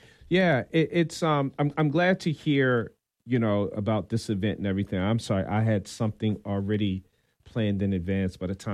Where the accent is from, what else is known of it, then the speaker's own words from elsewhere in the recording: Chester, Pennsylvania, United States; now in New Jersey, United States; I come out of an area, I live in South Jersey, but I grew up in Chester, Pennsylvania, right outside of Philadelphia.